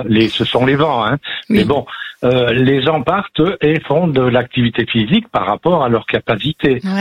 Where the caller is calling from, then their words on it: Jarny, Grand Est, France; je suis en Meurthe-et-Moselle, sur Jarny